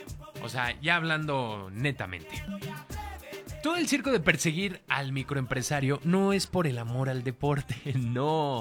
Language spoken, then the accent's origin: Spanish; Mexico